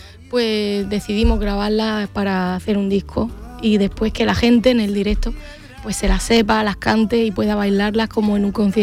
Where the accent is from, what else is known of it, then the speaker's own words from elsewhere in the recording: Puerto Lumbrera, Region of Murcia, Spain; familia de mi madre es andaluza, pero bueno, ella ya se casó, se fue muy jovencita a Puerto Lumbrera, mi pueblo, y aprendió sola